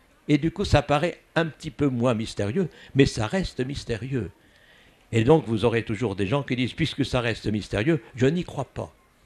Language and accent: French; Valenciennes, Hauts-de-France, France; ma ville natale, Valenciennes